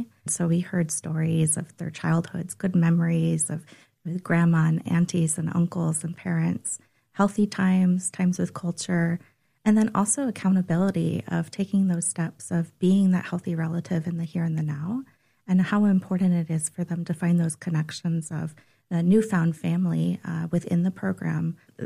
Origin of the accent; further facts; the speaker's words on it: Anchorage, Alaska, United States; My family, we grew up here in Anchorage, but my mom is Tlinka Ononangach, and then my dad is from Appalachian, Ohio.